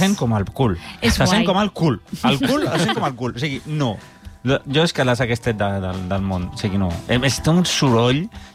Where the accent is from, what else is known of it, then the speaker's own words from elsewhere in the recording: Catalonia, Spain; Però com que som els catalans